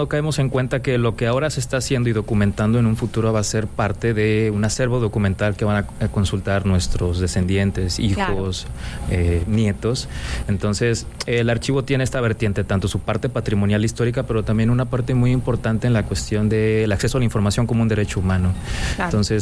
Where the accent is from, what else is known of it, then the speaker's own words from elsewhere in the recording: Monterrey, Nuevo León, Mexico; nos ayuda a definir nuestra identidad como regiomontanos, como norteños